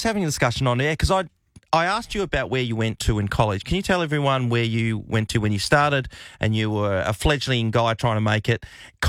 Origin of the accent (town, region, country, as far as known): Australia